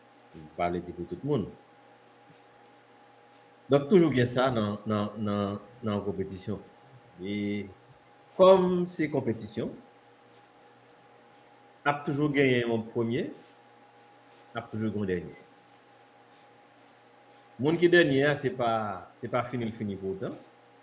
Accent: Haiti; Mais c'est pas comme trop coin dans la tête maintenant en tant qu'Haïtien

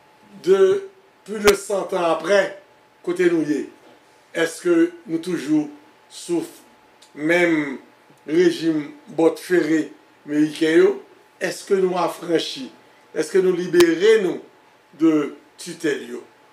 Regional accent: Haiti; Nous sommes jeunes d'Haïti, nous sommes jeunes petits garçons, le c'est la première fois que un livre a sorti dans le pays d'Haïti.

